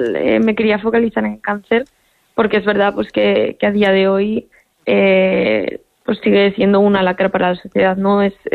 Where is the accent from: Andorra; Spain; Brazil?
Spain; Covaleda, Castile and León; Porque es un pregón que yo escribí también con mucho cariño, dedicado a mi pueblo, y que les haya llegado, pues me alegra mucho.